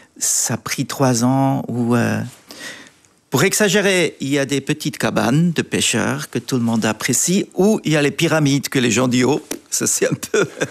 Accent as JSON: {"language": "French", "region": "German-speaking Switzerland", "country": "Switzerland", "second_language": "French", "said": "Je suis Suisse allemand, oui."}